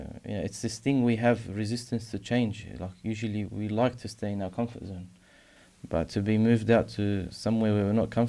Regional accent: Australia; born there; moved away as an adult; I was born here in Australia. But to move away from my home and go live and take another place as a permanent home for years, it was hard at the start

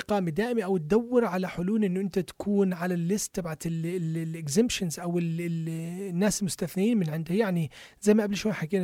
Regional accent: Lebanon; now in Australia; فلما أنا أجي من لبنان

